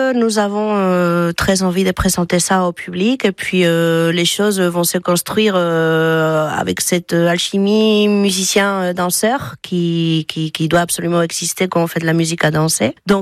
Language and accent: French; Asturias, Spain; first language Asturian; French is a second language; Moi, c'est ma langue maternelle, asturien.